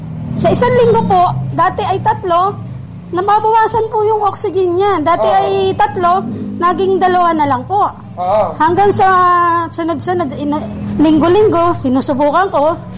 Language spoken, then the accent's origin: Tagalog; Lopez, Quezon, Philippines; Hondagua po. Hondagua ng? Quezon. Lopez Quezon po.